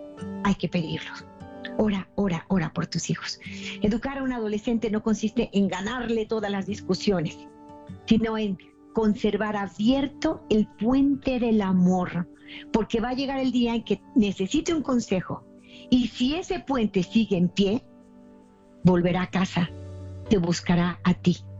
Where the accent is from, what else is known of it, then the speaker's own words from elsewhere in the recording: Mexico; en mi país, México